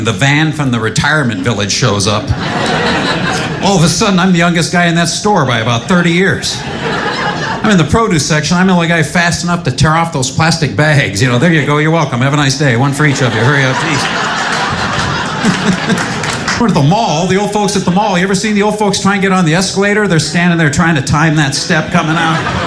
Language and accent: English; Seattle, Washington, United States; I'm from Seattle.